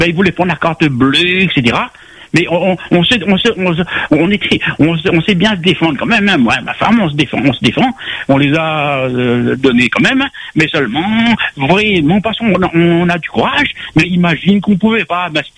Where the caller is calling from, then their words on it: Réunion; je suis réunionnais